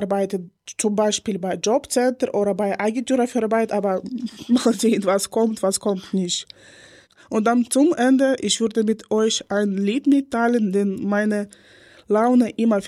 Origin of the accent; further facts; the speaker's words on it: Ukraine; German is a second language; moved away as an adult; now in Germany; Ich komme aus der Ukraine und werde gleich 26 sein. Ich bin in Deutschland fast 4 Jahre